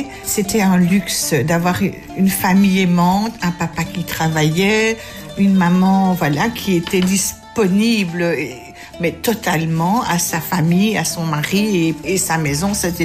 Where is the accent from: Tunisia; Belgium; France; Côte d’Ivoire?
Belgium; Maintenant je dois dire, je suis belge.